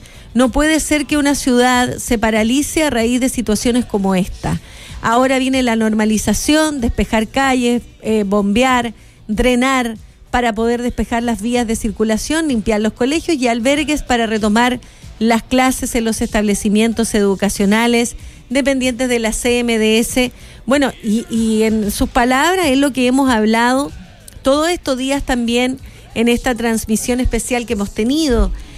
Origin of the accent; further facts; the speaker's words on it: Antofagasta, Chile; Estructuralmente no estamos preparados, somos el norte de Chile